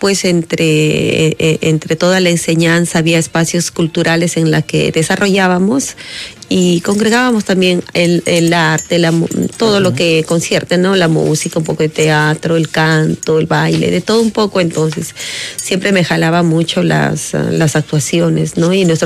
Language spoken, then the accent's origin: Spanish; Andahuaylas, Apurímac, Peru; mi tierra, que es Andahuaylas